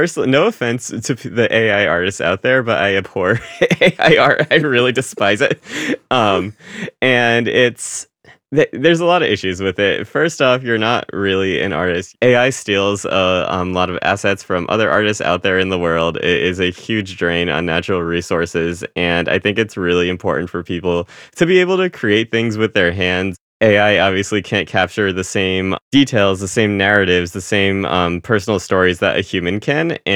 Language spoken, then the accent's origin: English; Rhode Island, United States; born or raised there